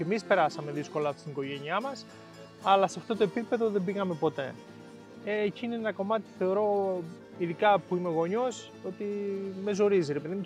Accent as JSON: {"language": "Greek", "country": "Greece", "tie": "born or raised there", "said": "Ένα χωριό που δεν το απαρνήθηκα ποτέ, παρόλο που είχα προτάσεις να φύγω και στο εξωτερικό και χώρια να φύγω κάπου αλλού. Έχω γεννηθεί, έχω μεγαλώσει, έχω γαλουγηθεί εδώ μέσα."}